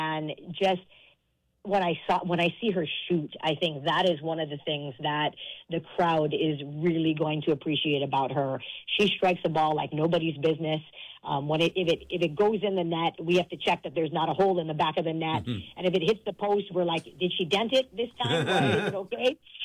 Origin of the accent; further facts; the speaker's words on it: Hawaii, United States; born there; as a Kamehameha girl myself, and a proud 13-year lifer